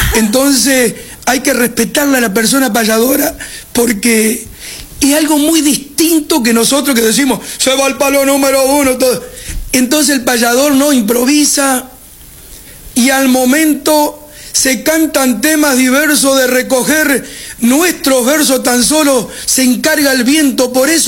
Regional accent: Melo, Argentina; soy de Melo.

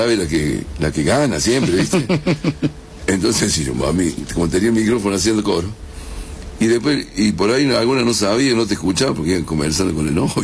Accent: Córdoba, Argentina; yo amo Córdoba, soy cordobés, pero muerte, mira, si yo me vine de allá también por Córdoba. Me tentaron un montón de veces de ir a Buenos Aires a vivir. No, me quedo en Córdoba.

